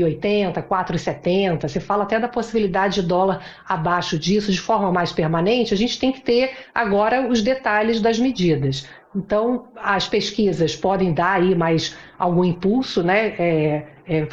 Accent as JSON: {"language": "Portuguese", "region": "Rio de Janeiro", "country": "Brazil", "lives_now": "São Paulo, Brazil", "said": "eu sou carioca, e eu me lembro que assim que eu cheguei em São Paulo"}